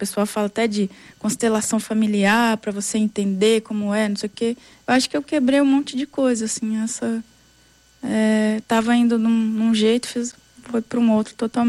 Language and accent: Portuguese; Minas Gerais, Brazil; E sou mineira, cabreira, né?